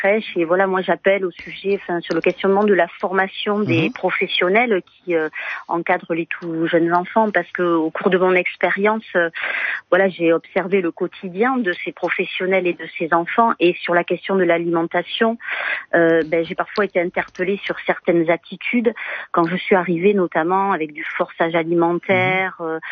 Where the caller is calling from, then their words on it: Ciboure, Nouvelle-Aquitaine, France; De Cibourg, dans le 64.